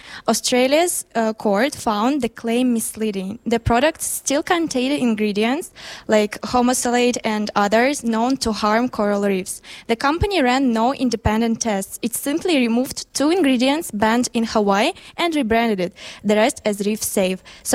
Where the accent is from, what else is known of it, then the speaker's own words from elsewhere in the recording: Russia; So, as I'm from Russia, I would also like to share the example that nowadays there are a lot of problems with fur usage.